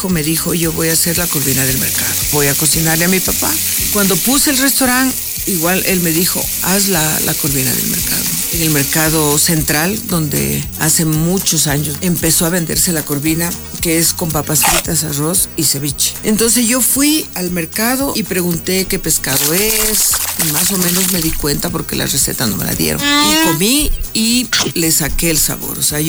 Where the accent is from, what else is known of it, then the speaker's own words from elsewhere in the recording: Loja, Ecuador; moved away as an adult; now in Quito, Ecuador; Bueno, yo soy de Loja, vine a vivir en Quito hace 40 años. O sea, la mayor parte de mi vida la he vivido en Quito